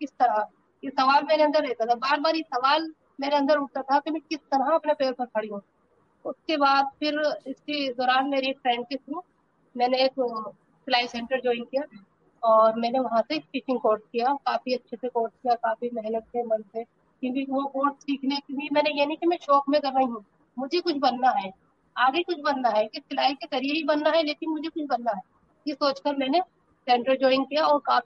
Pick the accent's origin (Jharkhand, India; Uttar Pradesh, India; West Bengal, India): Uttar Pradesh, India; Rampur; और मैं रामपुर शहर के छोटे से मोहल्ले कलघर के रहने वाली हूँ।